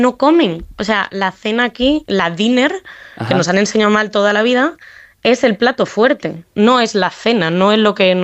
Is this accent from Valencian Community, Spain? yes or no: no; Extremadura, Spain; accent: Madrid; also born or lived in Madrid; now in Ireland; Pues es que el acento es un poco tirando de Madrid, porque nací en Madrid, pero soy extremeña y defiendo mucho mi orgullo extremeño.